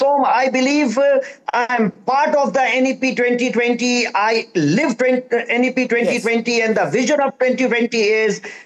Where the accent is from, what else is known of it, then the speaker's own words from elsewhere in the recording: Bihar, India; first language Magahi; English is a second language; That means my first language is Maghi, second language is Hindi, and third language I will study as English because I'm a Maghi speaker.